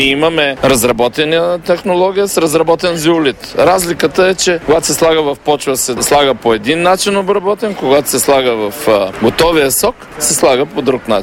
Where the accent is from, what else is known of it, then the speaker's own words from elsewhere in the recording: Kavarna, Dobrich Province, Bulgaria; Аз съм родом от Каварна